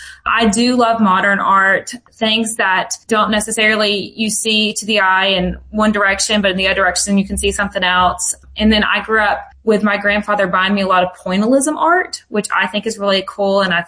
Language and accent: English; Dalton, Georgia, United States; when my mom had kids, we were raised in Dalton